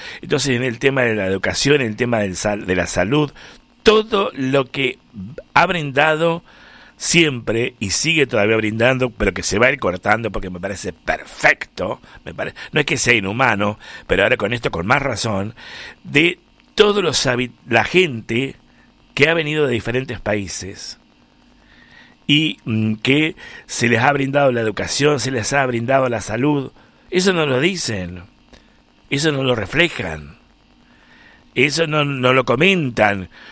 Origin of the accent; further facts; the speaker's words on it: Argentina; no me toquen a la Argentina, no, porque soy argentino